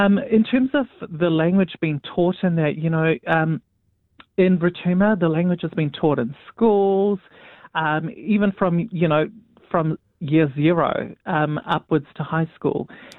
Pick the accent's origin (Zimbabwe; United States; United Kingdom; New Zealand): New Zealand; North Shore, Auckland; first language English; for many Pacific people who are born here in New Zealand, like myself, I was born in the North Shore